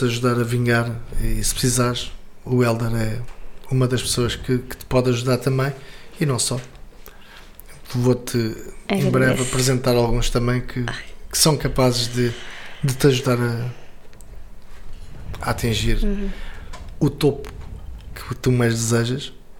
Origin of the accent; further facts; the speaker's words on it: Centro, Portugal; moved away; Serra da Estrela. De onde eu sou, de onde eu vim, onde tenho família.